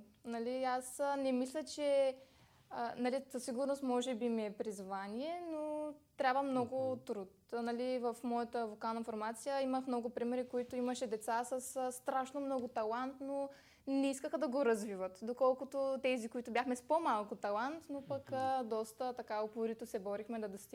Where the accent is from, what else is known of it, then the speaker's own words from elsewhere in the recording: Varna, Varna Province, Bulgaria; както съм от Варна, то почти всичко ми се налага да пътувам до София.